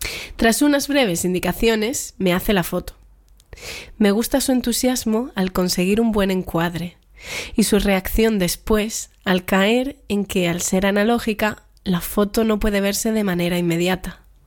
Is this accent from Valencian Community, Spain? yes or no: no; Málaga, Andalusia, Spain